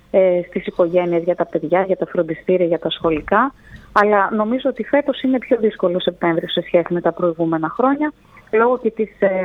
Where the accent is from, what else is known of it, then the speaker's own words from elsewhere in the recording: Greece; Βέβαια, εμείς σαν Έλληνες έχουμε μάθει στη δυσκολία.